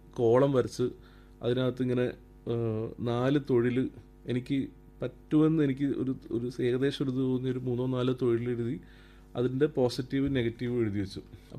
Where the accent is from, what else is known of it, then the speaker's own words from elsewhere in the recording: Kozhikode, Kerala, India; കോഴിക്കോട് ജനിച്ചു വളർന്നതിൻ്റെ ഒരു ഗുണം